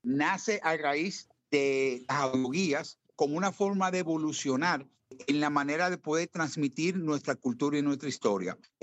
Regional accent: Dominican Republic; nuestra historia, nuestra cultura y nuestras raíces

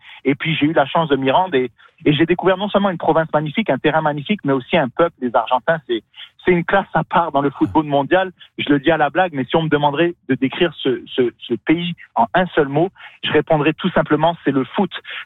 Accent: Niger; born there; Moi, je suis né au Niger, en Afrique de l'Ouest, un pays très, très pauvre. J'étais dans la classe moyenne.

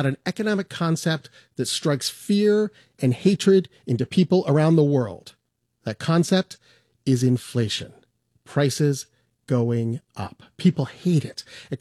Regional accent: Australia; I guess as an Australian, koala economics was already taken.

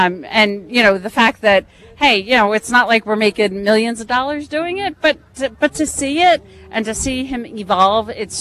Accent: Preston, Connecticut, United States; We are from Preston, Connecticut.

